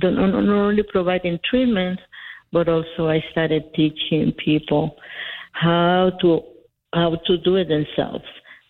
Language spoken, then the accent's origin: English; Dominican Republic; also born or lived in New York City; now in Albuquerque, United States; I'm from the Dominican Republic, and I came to the States via New York City, because my family was living there at the time I came. And then later, my husband and I moved to New Mexico, and that's over 30 years ago.